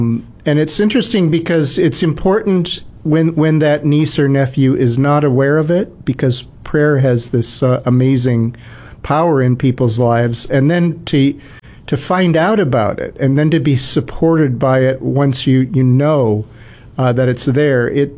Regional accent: Minnesota, United States; Yeah, and they actually, you know … Okay, so I'm from Minnesota.

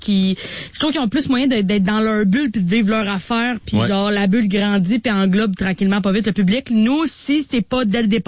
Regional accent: Quebec, Canada; j'ai du respect pour ma ville natale.

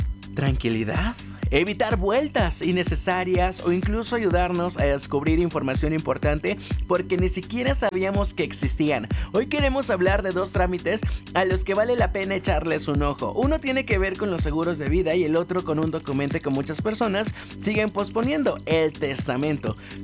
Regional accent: Acapulco, Guerrero, Mexico; somos de Acapulco

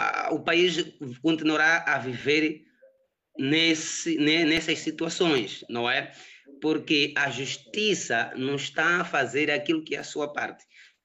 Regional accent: Mozambique

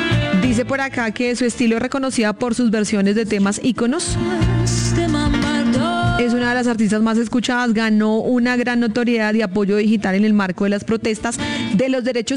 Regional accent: Colombia; born there; gracias a Dios nacimos en Colombia

